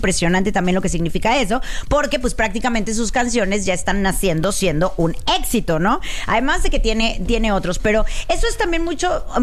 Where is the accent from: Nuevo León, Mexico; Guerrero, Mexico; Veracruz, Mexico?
Veracruz, Mexico; Soy jarocha